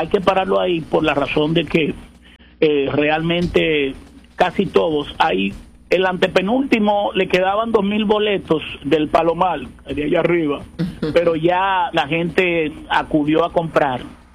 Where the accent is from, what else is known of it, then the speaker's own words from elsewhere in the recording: Dominican Republic; now in Puerto Rico; yo soy dominicano? Yo nada más tengo que hablar en una reunión, todo el mundo sabe dónde yo soy, y verdaderamente yo llevo ese orgullo patrio